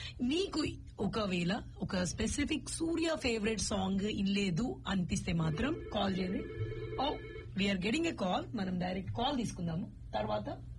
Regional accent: Hyderabad, Telangana, India; moved away; నేనంతా హైదరాబాద్ లోకల్, సికింద్రాబాద్ అంతా. సో నేను పుట్టింది అక్కడే.

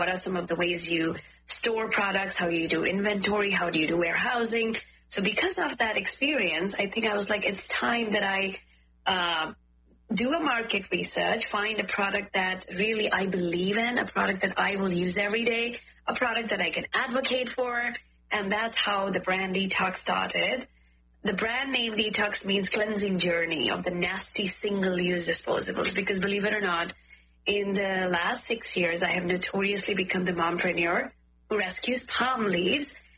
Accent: Uttarakhand, India; English is a second language; So I'm from North India. I'm from Uttarakhand. Uttarakhand is a beautiful state right next to Nepal, where we can see the whole Himalayan range.

